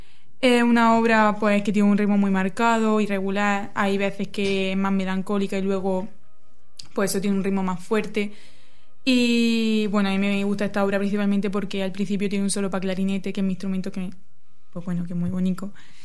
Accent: Pliego, Region of Murcia, Spain; yo también soy de Pliego

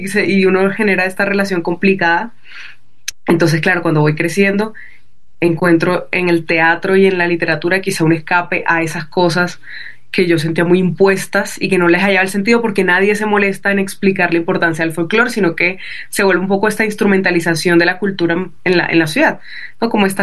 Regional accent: Barranquilla, Atlántico, Colombia; born there; now in Bogotá, Colombia; yo nací en Barranquilla, Colombia, esa es la costa caribe colombiana

